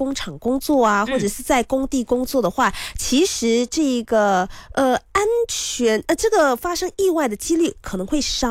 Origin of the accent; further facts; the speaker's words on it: Johor Bahru, Johor, Malaysia; moved away; 我们是柔佛妹子，因为我是新山人嘛